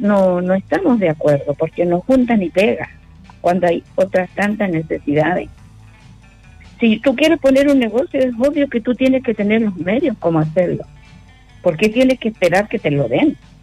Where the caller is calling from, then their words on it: Antofagasta, Chile; nosotros también somos parte de Chile, de Antofagasta.